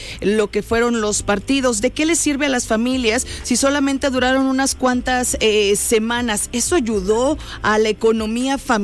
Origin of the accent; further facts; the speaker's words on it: Mexico; como buenos mexicanos soñamos demasiado